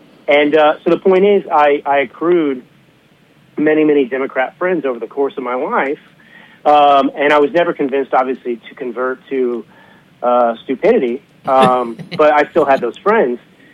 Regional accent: Dallas, Texas, United States; moved away as an adult; also born or lived in Malibu / New York City; I grew up in Dallas, Texas, but I went to an all-male Jesuit elitist college prep school for high school.

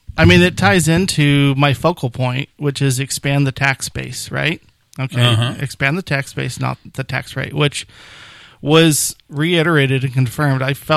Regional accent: Alaska, United States; also born or lived in East Coast; now in Redding, United States; You know, growing up in Alaska, and I was living on the East Coast at the time when I was working with a nonprofit.

